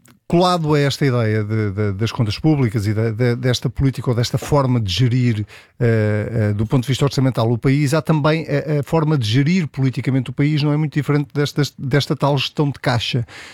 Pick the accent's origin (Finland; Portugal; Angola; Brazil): Portugal; enquanto português.